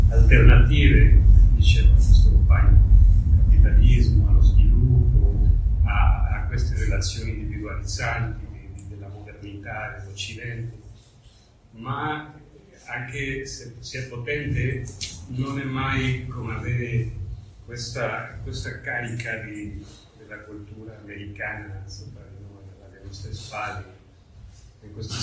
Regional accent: Mexico; io vengo dal Messico e lì la realtà diciamo nordamericana degli Stati Uniti è molto presente nel senso della salute mentale

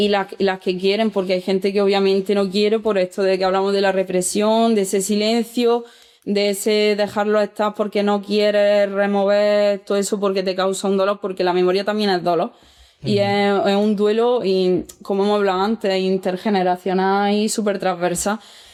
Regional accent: Talará, Andalusia, Spain; en mi pueblo en Talara

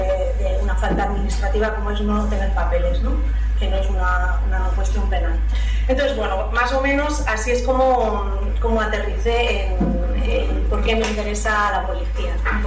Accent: Getxo, Basque Country, Spain; moved away as an adult; now in Madrid, Spain; 2009, cuando llegué a Madrid a vivir. Yo soy del barrio de Romo del municipio de Getxo

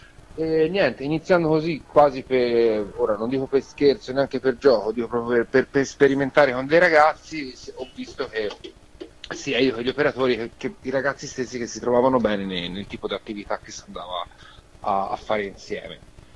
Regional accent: Montemurlo, Tuscany, Italy; Io sono di Prato, nello specifico Montemurlo

